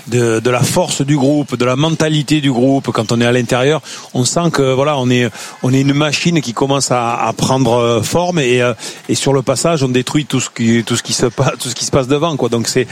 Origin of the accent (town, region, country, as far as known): France